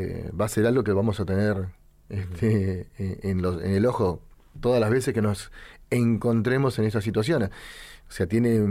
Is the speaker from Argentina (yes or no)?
yes; Argentina; Y somos argentinos